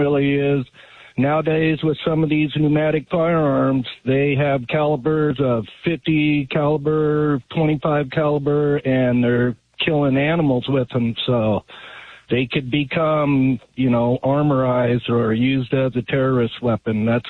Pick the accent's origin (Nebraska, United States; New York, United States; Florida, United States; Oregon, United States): Oregon, United States; I grew up in Central Oregon, a native of Oregon. I've had guns all my life.